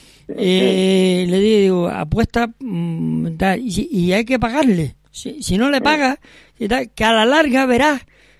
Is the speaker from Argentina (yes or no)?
no; Canary Islands, Spain; que es la única intención que tiene uno aquí, claro, como canario, claro, por defender lo nuestro, coño.